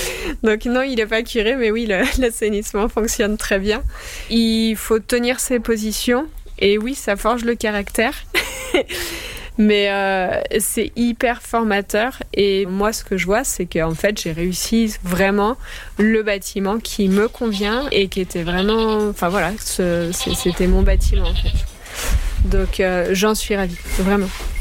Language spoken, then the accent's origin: French; Auvergne-Rhône-Alpes, France; now in Vercors, France; Je suis originaire de Haute-Savoie